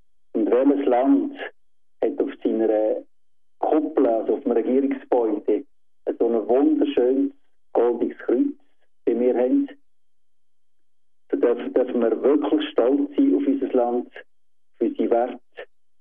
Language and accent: German; Switzerland